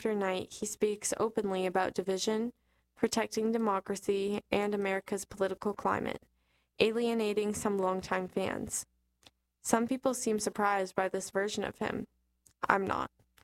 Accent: New Jersey, United States; His songs were woven into the experience of growing up in New Jersey, the shore, the parkway, football games, dinners, diners, humid summer nights

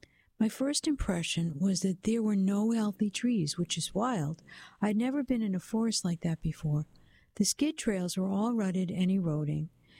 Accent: Saxtons River, Vermont, United States; I grew up in Saxton's River, Vermont, a teeny tiny little town of 300 people in the Connecticut River Valley. It's very rural

